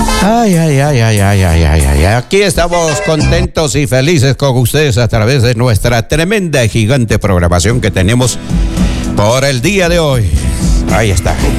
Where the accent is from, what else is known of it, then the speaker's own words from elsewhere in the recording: Junín, Peru; moved away; haber visitado a nuestro pueblo, a nuestro querido y histórica provincia de Junín